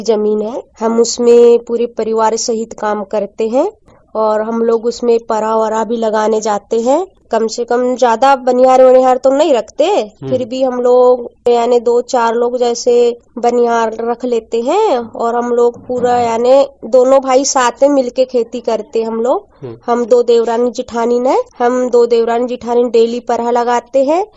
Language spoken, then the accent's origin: Hindi; Balaghat district, Madhya Pradesh, India; मैं ग्राम साले की रहने वाली हूँ, विकासखंड लालबर्रा है, जिला बालाघाट।